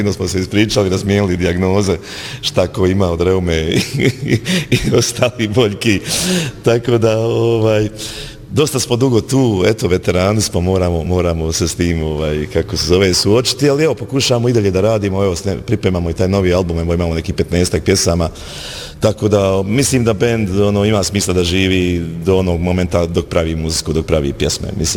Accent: Bosnia & Herzegovina; imate toga narađenog, ono, to je kod nas u Bosni često ta sintagma.

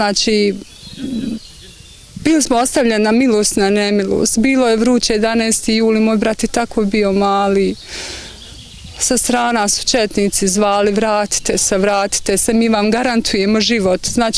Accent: Trnjača, Republika Srpska, Bosnia & Herzegovina; Dolazim iz Trinjače, to je opština Zvornik.

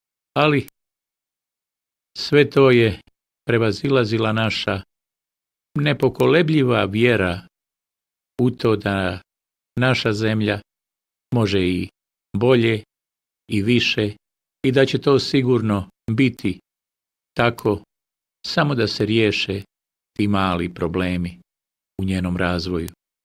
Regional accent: Mostar, Federation of Bosnia and Herzegovina, Bosnia & Herzegovina; Odrastao sam kasnije u Brankovcu, na Mazoljicama, mostarskim rubnim mahalama

